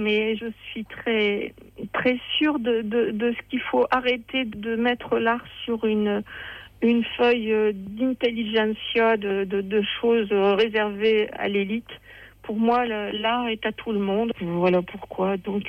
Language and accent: French; Seclin, Hauts-de-France, France; born there; c'était là où je suis née à Seclin.